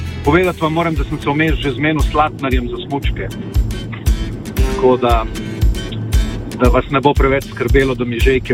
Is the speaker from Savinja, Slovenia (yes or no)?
no; Koper, Coastal–Karst, Slovenia; ponosen Primorc sem, seveda tam nisem iz Izole, sem iz Kopra.